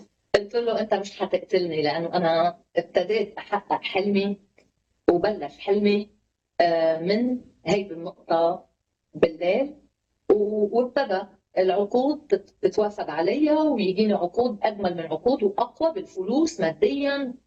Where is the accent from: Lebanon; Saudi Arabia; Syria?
Lebanon; عندنا في لبنان نقول التفشيش